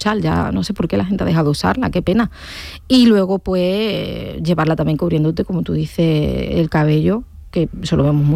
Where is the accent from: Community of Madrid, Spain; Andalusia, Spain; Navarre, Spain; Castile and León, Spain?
Andalusia, Spain; Santa Ana la Real; no estoy en mi pueblo, en Santa Ana la Real, y no me estoy arreglando para ir a la procesión.